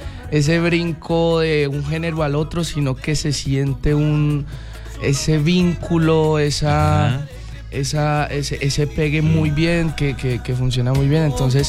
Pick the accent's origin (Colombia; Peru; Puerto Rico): Colombia; Garzón, Huila; moved away as an adult; now in Medellín, Colombia; Soy de Garzón Huila. Actualmente vivo en Medellín, me fui hace 9 meses a vivir en Medellín.